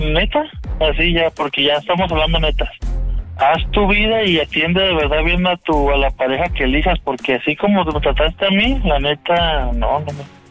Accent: Guadalajara, Jalisco, Mexico; Sabes que yo soy como de Guadalajara, caballeros, ¿no?

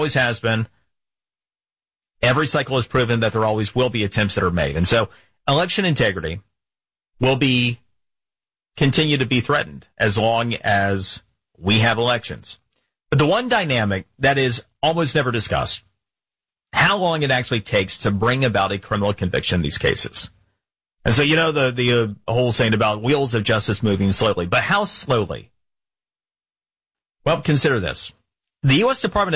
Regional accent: Florida, United States; For example, in my home state of Florida

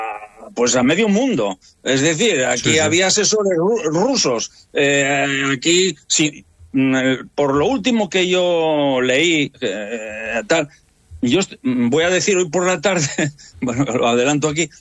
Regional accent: Gijón, Asturias, Spain; Yo nací, me crié en Gijón

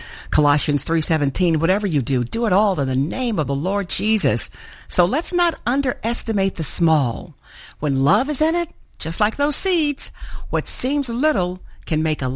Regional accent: Arkansas, United States; I remember growing up in Arkansas and we'd have gardens everywhere.

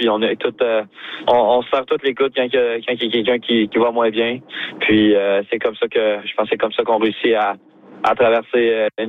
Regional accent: Quebec, Canada; Comme tu as dit, en tant que Québécois, de jouer pour le Canadien, c'est spécial.

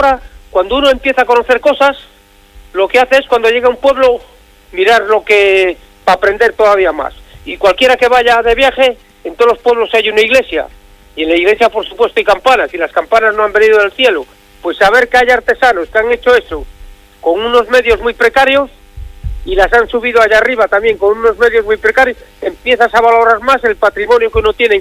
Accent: Cantabria, Spain; yo soy de aquí, de Covadonga

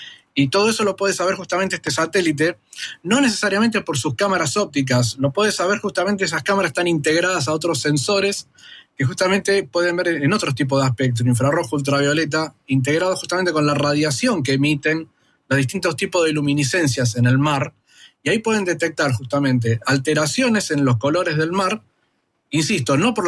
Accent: Argentina

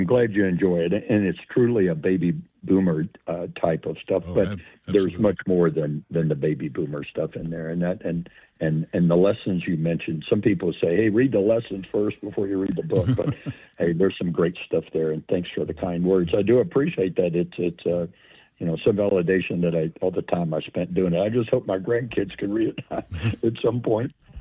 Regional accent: Deep South, United States; Mine was growing up in the deep south

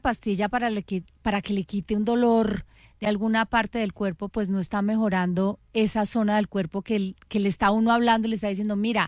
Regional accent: Medellín, Antioquia, Colombia; mi coterránea, porque también es de Medellín

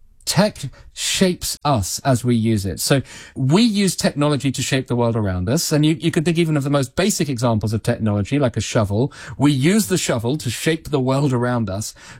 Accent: United Kingdom; because I'm British

